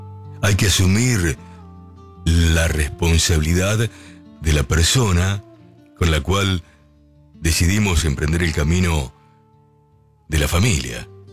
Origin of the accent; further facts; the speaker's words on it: Lincoln, Buenos Aires Province, Argentina; now in Buenos Aires, Argentina; Yo cuando salí de mi ciudad de Lincoln, ella que está escuchando allí el amigo Carlitos, mi viejo me dijo, mirá, te voy a desear lo mejor, ya que te vas a la ciudad de Buenos Aires